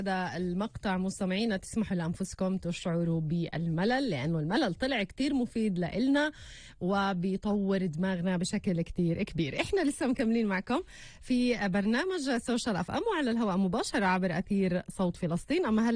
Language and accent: Arabic; Palestine; في بلدنا فلسطين